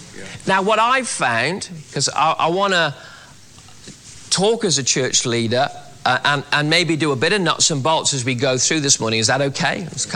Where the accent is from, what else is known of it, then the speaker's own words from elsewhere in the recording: Wales, United Kingdom; accent: Welsh; I'm a Welshman.